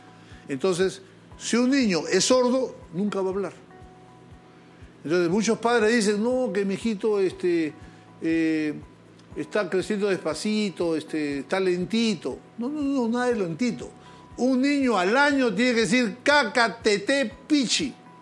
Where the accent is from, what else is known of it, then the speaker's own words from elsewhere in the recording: Peru; Conozco mi pueblo peruano, que tanto quiero.